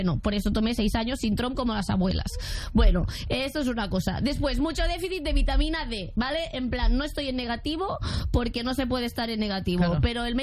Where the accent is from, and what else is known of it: Catalonia, Spain